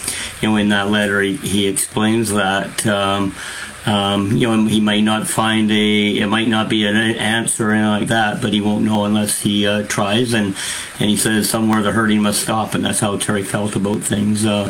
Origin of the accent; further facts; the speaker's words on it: Port Coquitlam, British Columbia, Canada; where we grew up in Port Coquitlam, was no different than any other Canadian kid at the time.